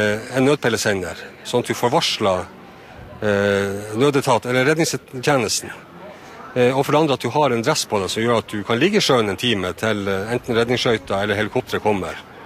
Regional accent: Kjøllefjord, Finnmark, Norway; jeg er jo født og oppvokst i Kjøllefjord i et fiskevær

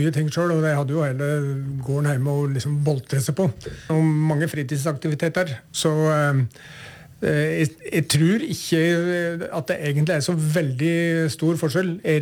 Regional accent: Uvdal, Buskerud, Norway; Utover det så jeg hjemme i Uvdal.

